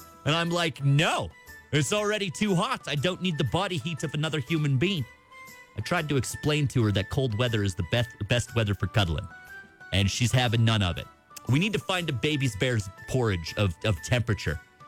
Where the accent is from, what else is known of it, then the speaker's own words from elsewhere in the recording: Grimshaw, Alberta, Canada; I was born and raised in Grimshaw, Alberta.